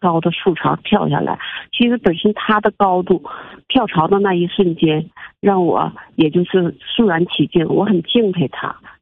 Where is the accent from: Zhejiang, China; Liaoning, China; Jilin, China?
Jilin, China; born there; 因为我出生在长白山脚下，其实我跟中华秋沙鸭拥有同一个家园